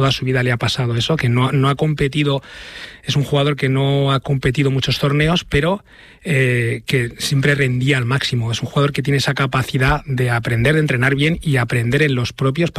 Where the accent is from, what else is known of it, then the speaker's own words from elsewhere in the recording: Leganés, Community of Madrid, Spain; da la coincidencia que también soy de Leganés, entonces le conozco, soy de Leganés, entonces le conozco también de allí